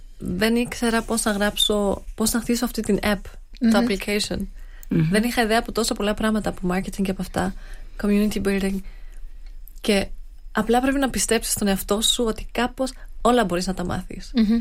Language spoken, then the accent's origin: Greek; Stuttgart, Baden-Württemberg, Germany; now in Berlin, Germany; Ναι, αυτό δεν υπάρχει πουθενά αλλού εκτός από τη Στουτκάρδη, γιατί έρχομαι από τη Στουτκάρδη.